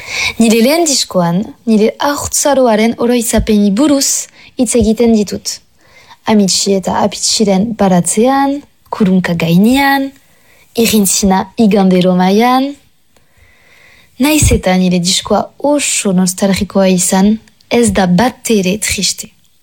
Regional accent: Ustaritz, Nouvelle-Aquitaine, France; Azin nintzen ustaritzen gurasoekin eta nire apitsita amitsiren etxearen justu ondoan.

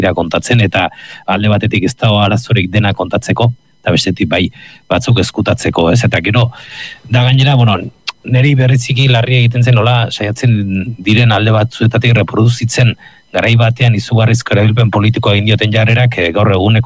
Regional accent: Basque Country, Spain; ni Gipuzkoarra naiz

